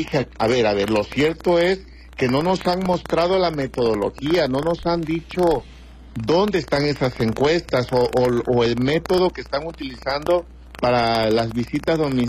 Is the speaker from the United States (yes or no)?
no; Mexico; La soberanía significa la libertad que como mexicanos tenemos para elegir a nuestras propias autoridades